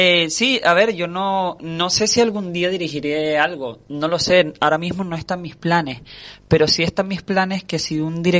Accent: Canary Islands, Spain; son 53 actores y los 53, 50 somos canarios.

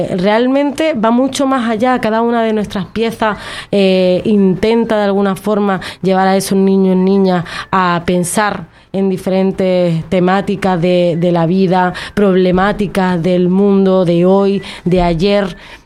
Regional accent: Andalusia, Spain; accent: Andalusian; now in Canary Islands, Spain; se me puede notar en el acento, yo no soy de aquí, soy andaluza.

